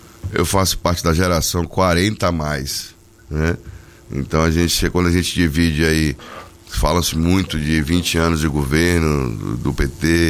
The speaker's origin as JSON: {"language": "Portuguese", "region": "Bahia", "country": "Brazil", "tie": "born or raised there", "said": "Eu me lembro que quando eu cresci, aqui em Piauí, na rua Borges de Barros, número 305."}